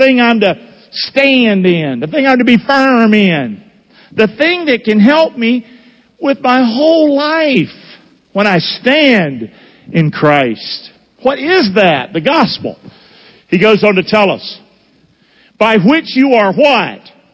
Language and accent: English; Rockingham, United States; I grew up in Rockingham. I was a hellraiser. God was a cuss word in my house.